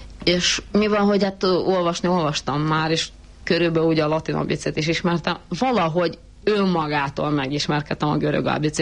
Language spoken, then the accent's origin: Hungarian; Ural, Russia; also born or lived in Saint Petersburg; Azért tudom, mert hogy 6 éves koromban én elköltöztem Leningrádból, 7 éves koromtól kezdve egy uráli városban laktam